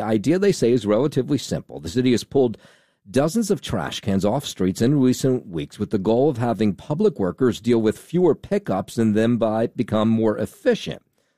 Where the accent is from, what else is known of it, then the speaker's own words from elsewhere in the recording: Jersey City, New Jersey, United States; Jersey City is my hometown. It's where I live.